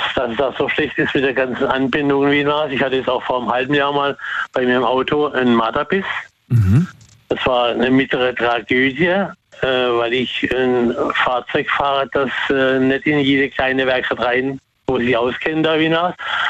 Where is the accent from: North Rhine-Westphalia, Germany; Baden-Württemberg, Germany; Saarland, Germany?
Baden-Württemberg, Germany; Muggensturm; Ja, ich komme aus Muggensturm.